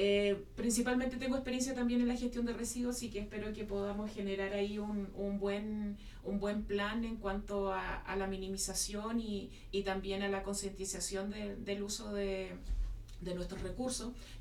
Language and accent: Spanish; Futrono, Los Ríos, Chile; soy ingeniera forestal. Vengo de la región de Los Ríos, comuna de Futrono en este caso, a desempeñarme acá en la comuna de Huaitecas